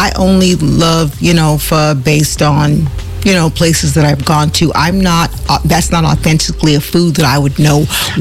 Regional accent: the South, United States; I grew up in the South and my grandmother's fried chicken was the best

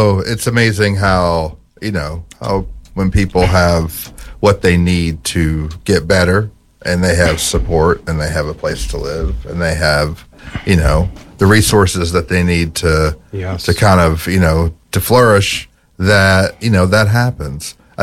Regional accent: Appalachia, United States; moved away; I grew up in Appalachia, I mean, it was somewhat suburban, but it was still, and you know, it was, you could kind of go and walk around and be in the middle of nowhere

